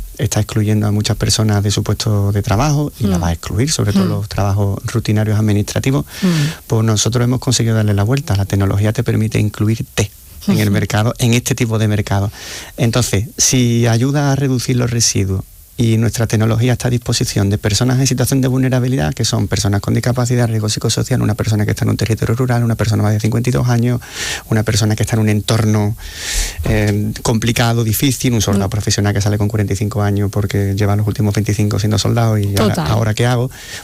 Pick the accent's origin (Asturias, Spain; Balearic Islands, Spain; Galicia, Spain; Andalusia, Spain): Andalusia, Spain; Seville; sabemos que somos sevillanos, que somos andaluces y que hacemos las cosas de una manera diferente